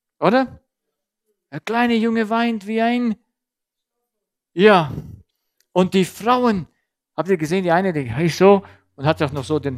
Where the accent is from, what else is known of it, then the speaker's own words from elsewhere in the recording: Saxony, Germany; Ich sehe mich als Deutscher.